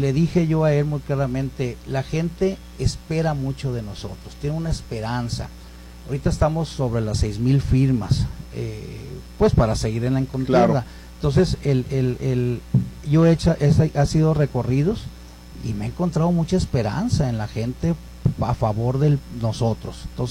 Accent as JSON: {"language": "Spanish", "region": "Sinaloa", "country": "Mexico", "tie": "born or raised there", "moved": "as an adult", "lives_now": "Ciudad Juárez, Mexico", "said": "Me traje a mi primer hijo de un año, mi esposa, soy originario de Sinaloa."}